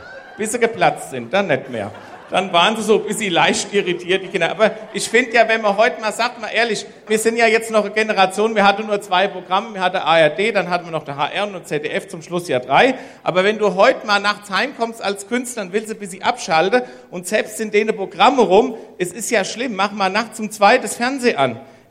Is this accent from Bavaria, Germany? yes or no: no; Hesse, Germany; Wir haben ja noch Hausgeburten bei uns in Oberhessen. Ich komme jetzt wirklich auch aus Oberhessen.